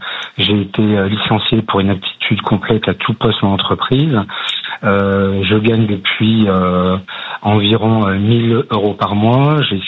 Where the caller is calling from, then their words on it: Saint-Étienne, Auvergne-Rhône-Alpes, France; je suis stéphanois